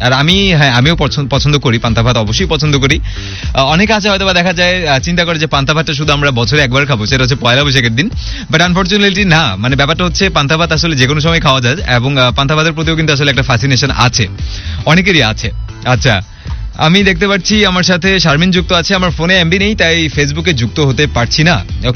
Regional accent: Bangladesh; as we are বাঙালি বা আমরা Bangladeshi, and being a Bangladeshi

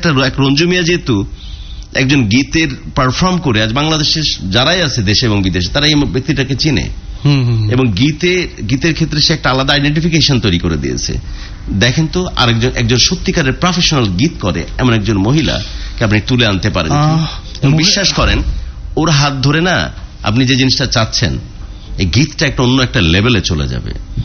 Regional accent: Bangladesh; একজন বাঙালি হিসাবে বা একজন বাংলাদেশি হিসাবে।

